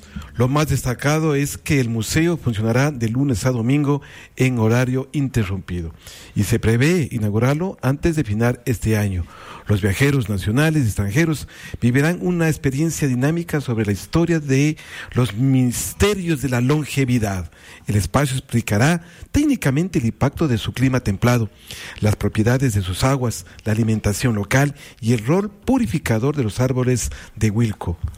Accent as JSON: {"language": "Spanish", "country": "Ecuador", "said": "estamos ya con la camisa de nuestra, la piel de nuestro querido Ecuador"}